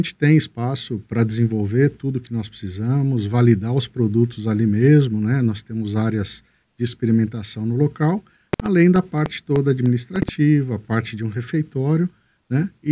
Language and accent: Portuguese; Londrina, Paraná, Brazil; also born or lived in Curitiba; Eu sou natural de Londrina